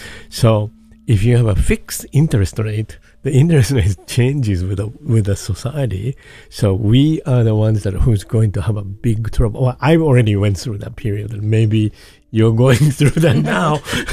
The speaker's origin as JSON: {"language": "English", "country": "Japan", "moved": "yes", "lives_now": "Chicago, United States", "said": "I'm already spending more than half of my life in Chicago and I still have my parents in Japan"}